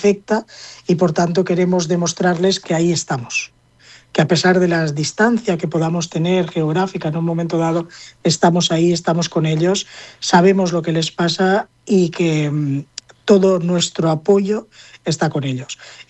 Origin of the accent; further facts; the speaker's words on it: Spain; somos todos los españoles los que nos estamos viendo afectados por esta situación.